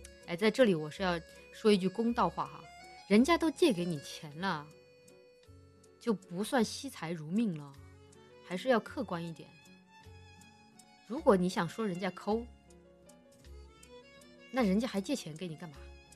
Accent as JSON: {"language": "Chinese", "region": "Chongqing", "country": "China", "tie": "born or raised there", "said": "在我家乡重庆哈。"}